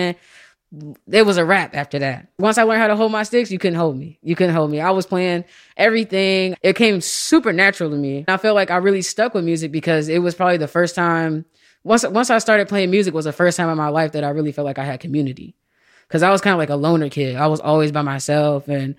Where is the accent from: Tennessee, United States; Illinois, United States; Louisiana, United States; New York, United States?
Illinois, United States; Sparta; now in Chicago, United States; I'm originally from this tiny little town in Sparta, Illinois. It's just like a town of maybe like 1,000 people, maybe.